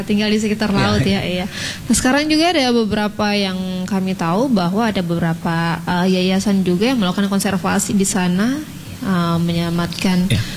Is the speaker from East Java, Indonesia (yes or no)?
no; Mamuju, West Sulawesi, Indonesia; kita sebagai warga Mamuju.